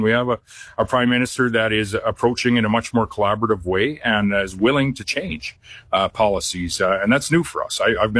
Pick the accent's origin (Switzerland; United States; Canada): Canada; I'm not Alberton, but I am a Canadian, and I am a leader of a province that's adjacent